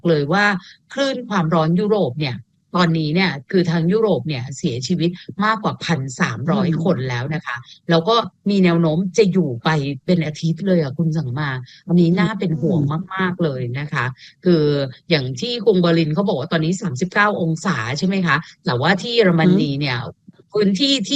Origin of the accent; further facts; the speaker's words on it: Nonthaburi, Thailand; ดิฉันเป็นคนนนทบุรี